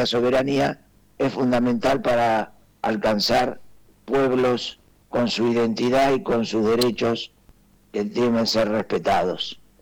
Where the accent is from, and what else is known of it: Argentina